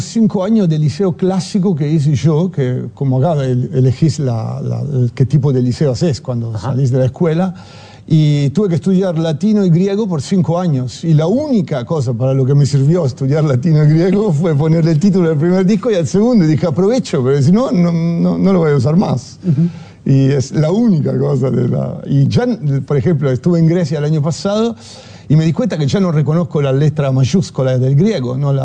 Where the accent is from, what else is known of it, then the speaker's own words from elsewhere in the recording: Rome, Lazio, Italy; moved away as an adult; now in Uruguay; Yo nací en Roma